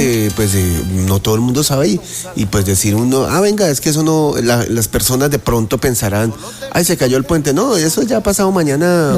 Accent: Villavicencio, Meta, Colombia; muy rara vez en mis añitos viviendo en Villavicencio, varios, soy de Villavicencio, sí.

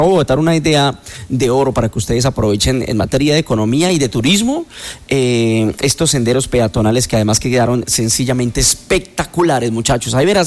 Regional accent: Colombia

